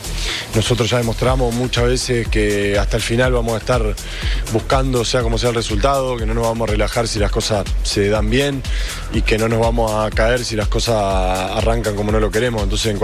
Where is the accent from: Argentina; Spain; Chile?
Argentina